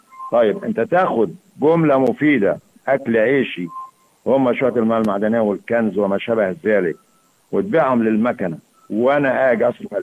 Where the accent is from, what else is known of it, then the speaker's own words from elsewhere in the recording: Egypt; مع بلدي مصر